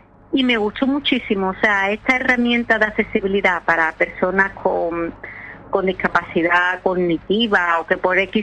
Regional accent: Seville, Andalusia, Spain; Bueno, tampoco soy de tan lejos, soy de Sevilla.

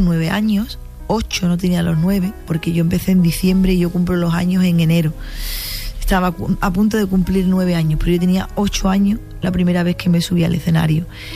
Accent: Cádiz, Andalusia, Spain; ser reconocida en mi tierra, en Cádiz, ser reconocida por la gente

